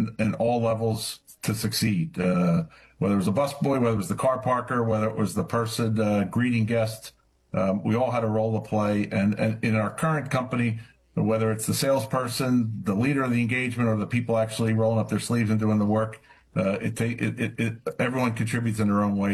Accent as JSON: {"language": "English", "town": "Havertown", "region": "Pennsylvania", "country": "United States", "said": "I'm from Havertown, Pennsylvania. I'm one of five, and I'm the oldest of five"}